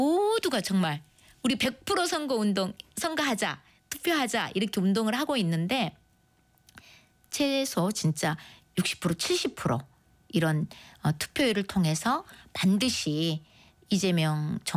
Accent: Muan, South Jeolla, South Korea; now in Mokpo, South Korea; 제가 호남 사람입니다. 전남 무안이 고향이고 목포가 네. 집인데

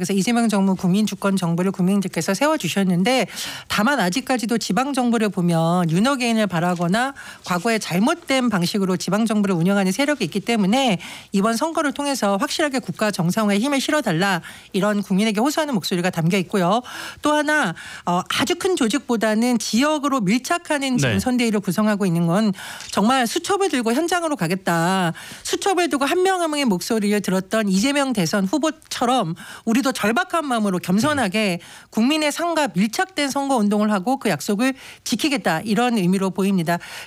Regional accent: Gangwon, South Korea; 제가 강원도 출신이라고 했습니다.

